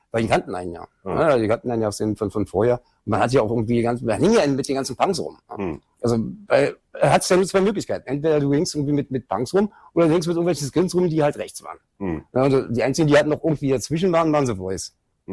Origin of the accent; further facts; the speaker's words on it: Berlin, Germany; Geboren in Schöneberg, groß geworden in Kreuzberg.